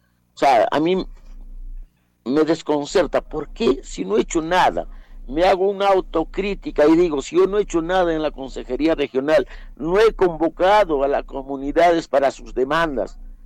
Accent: Coracora, Ayacucho, Peru

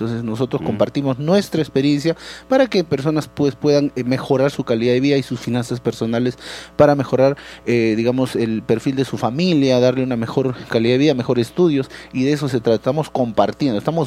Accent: Lima, Peru; Yo soy de Lima, mi padre es de Huánuco, también tengo descendencia puneña de parte de mamá, entonces tengo raíces muy costumbristas. Yo crecí netamente en la ciudad de Lima, me formé ahí

